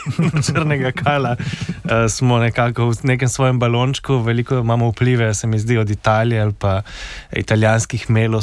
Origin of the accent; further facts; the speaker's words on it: Slovenian Littoral, Slovenia; Primorci smo mogoče vedno bili v nekem takem našem balončku, mehurčku